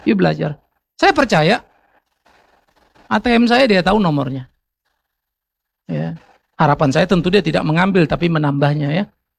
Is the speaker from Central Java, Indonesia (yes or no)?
no; Pematangsiantar, North Sumatra, Indonesia; born there; moved away; Itu anak kecil itu saya waktu di Siantar itu.